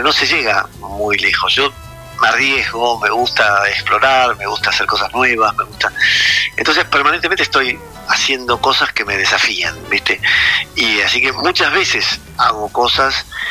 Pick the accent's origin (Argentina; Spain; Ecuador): Argentina; nuestra cultura